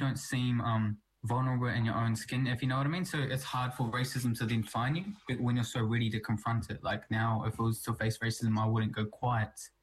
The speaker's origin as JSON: {"language": "English", "region": "Hawke's Bay", "country": "New Zealand", "tie": "born or raised there", "said": "parents came to New Zealand in 2000. My dad came first. And about 5-6 years later, my mum came. And in 2008, I was born here in Hawke's Bay. So I've always been here my whole life."}